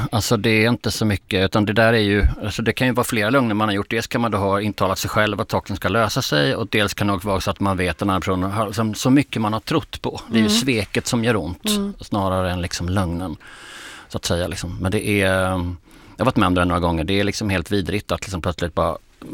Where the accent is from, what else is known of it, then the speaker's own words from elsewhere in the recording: Skåne, Sweden; Jag tänker, du är värmlänning och jag är skåning.